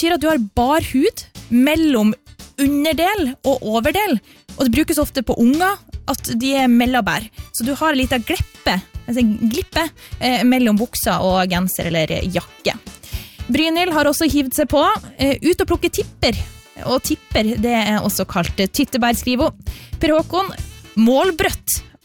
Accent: Leknes, Nordland, Norway; Jeg kommer jo fra nord, og fra det vakre øygruppa Lofoten, nærmere bestemt, vokst opp på Leknes.

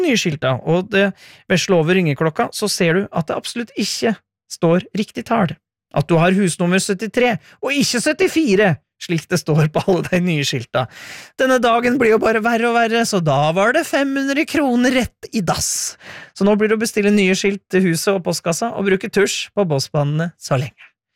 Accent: Innlandet, Norway; for jeg kommer fra Hedmarken, og det jo en veldig fin dialekt, men jeg taler etter slik til det vanlige.

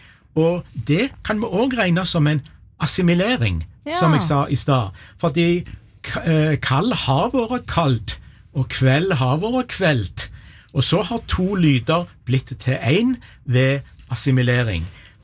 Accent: Rogaland, Norway; dette selvsagt ikke bare er et Rogalandsfenomen, men jeg brukte heimfylket mitt som eksempel i det innslaget for noen veger siden.

